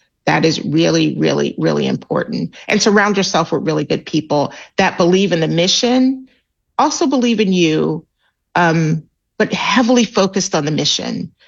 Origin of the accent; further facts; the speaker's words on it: Nigeria; born there; I was blown from Nigeria.